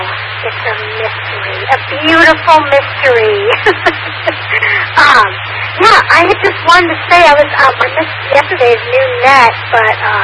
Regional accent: Baton Rouge, Louisiana, United States; So, as y'all know, I am from Baton Rouge, Louisiana, so the south of Louisiana

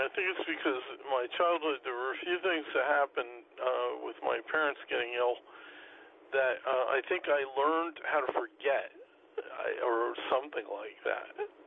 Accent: Easton, Pennsylvania, United States; I grew up in Easton in the Lehigh Valley

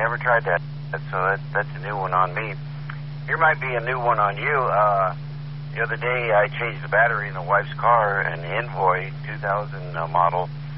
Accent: Midwest, United States; I never heard of the popcorn test on the seed, and I grew up in the Midwest, so that's a new one on me.

